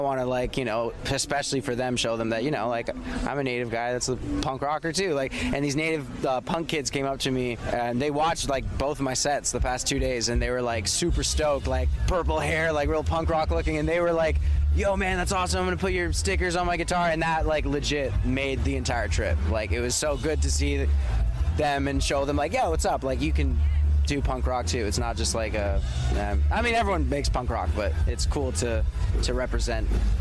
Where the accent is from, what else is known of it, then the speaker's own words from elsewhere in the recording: Eskasoni, Nova Scotia, Canada; also born or lived in British Columbia; now in Ontario, Canada; I'm from Escazoni, Nova Scotia. At least my family's from Escazoni, Nova Scotia. Currently, I live in Ontario, southern Ontario, which is funny.